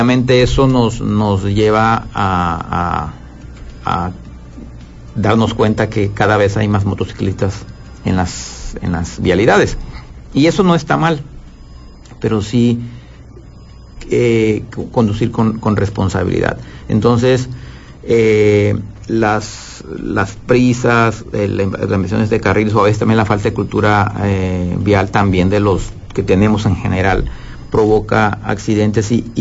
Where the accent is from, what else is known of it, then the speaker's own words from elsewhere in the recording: Mexico; Pero tú sabes, como todo mexicano, pues nos vamos olvidando y dando prioridades